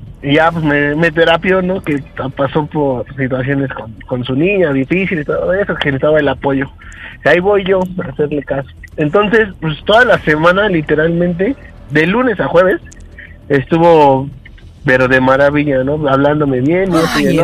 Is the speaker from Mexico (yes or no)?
yes; Venustiano Carranza, Mexico City, Mexico; De Venustiano Carranza, 33 años. Próximo a cumplir 34.